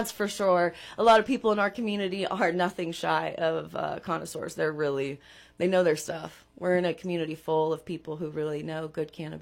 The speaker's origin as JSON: {"language": "English", "area": "Nevada County", "region": "California", "country": "United States", "tie": "born or raised there", "said": "when we were young, growing up in Nevada County"}